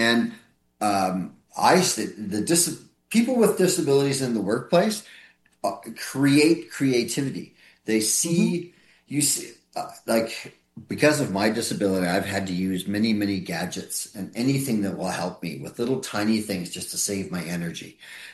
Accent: Alberta, Canada; now in Richmond, Canada; That's what I did with RCD when I moved to Richmond. I'm from Alberta, so I didn't know Richmond at all.

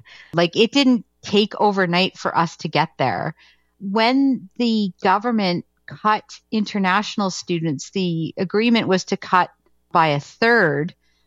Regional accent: Canada; now in Winnipeg, Canada; I remember when I moved to Winnipeg, and I am Canadian

